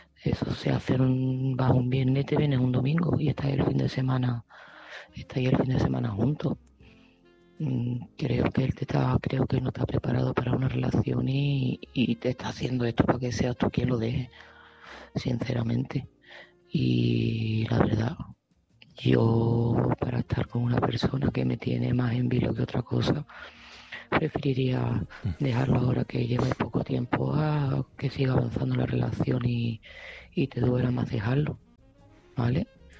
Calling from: Seville, Andalusia, Spain; de Sevilla.

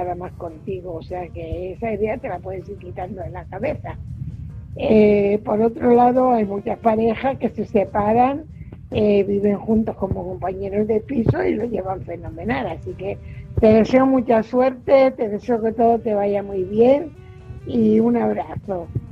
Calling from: Fuenlabrada, Community of Madrid, Spain; corresponsal de Fuenlabrada.

